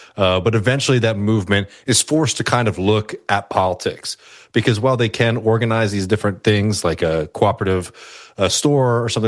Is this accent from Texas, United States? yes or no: yes; Texas, United States; I'm a Texan